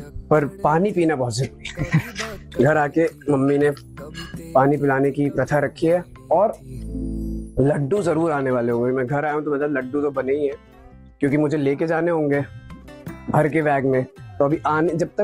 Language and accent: Hindi; Punjab, India; मतलब लोग को लगता है कि मैं नेचुरली बहुत फनी हूँ क्योंकि मैं पंजाब से आया हूँ और वहाँ पे कॉमेडी टाइमिंग कितनी अच्छी है